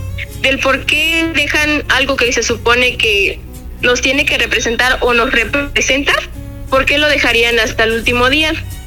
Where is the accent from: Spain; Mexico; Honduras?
Mexico; Xilocuautla, Puebla; tengo 20 años y soy originaria de Xilocuautla.